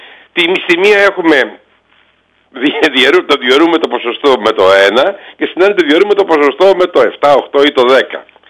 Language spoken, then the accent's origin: Greek; Corfu, Ionian Islands, Greece; Και αυτό δεν το κάνω μόνο εγώ, το κάνουν πάρα πάρα πολλοί Κρυκυραίοι.